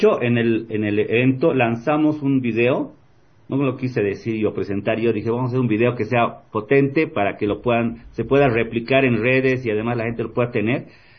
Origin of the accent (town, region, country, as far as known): Bolivia